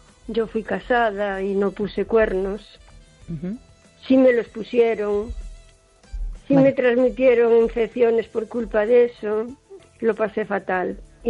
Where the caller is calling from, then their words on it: O Carballiño, Galicia, Spain; de Carballiño.